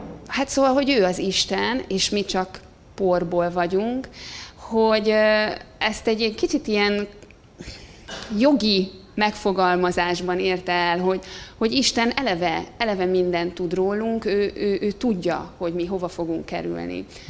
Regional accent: Budapest, Hungary; azon a helyen, ahol mi laktunk, ahol fölnőttem Gazdagréten, egy katolikus és egy református közösségnek a plántálása.

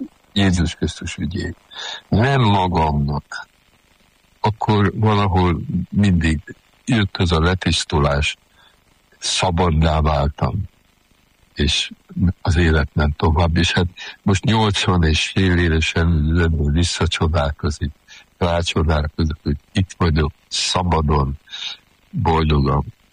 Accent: Sopron, Győr-Moson-Sopron, Hungary; És akkor nézd, hát most soproni vagyok

